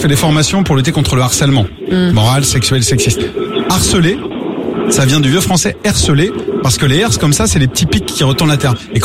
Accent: Pays de la Loire, France; moved away; Je suis de Vendée

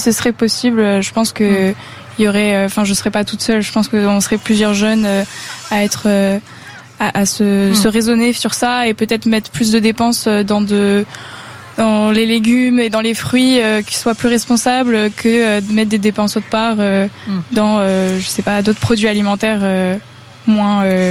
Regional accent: Neuilly-sur-Seine, Île-de-France, France; Pas du tout, je suis de Neuilly-sur-Seine.

